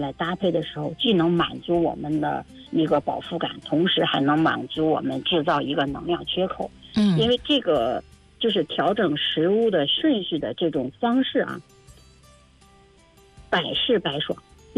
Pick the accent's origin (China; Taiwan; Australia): China; 我们中国人